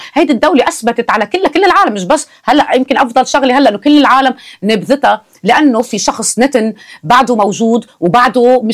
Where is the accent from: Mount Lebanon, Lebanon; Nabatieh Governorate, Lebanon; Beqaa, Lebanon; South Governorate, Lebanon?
South Governorate, Lebanon; accent: Southern Lebanese; now in Beirut, Lebanon; بس جيت على بيروت قصف قصف قصف إلى كلمة منقرر. كنت أحكي بالها، شو فيها، ما بقول شو فيها، شو فيها. فعانيت بالمسلسلات أنه بدي كسرها للهجة، لأنه عم تعطي أنه أنا هيدا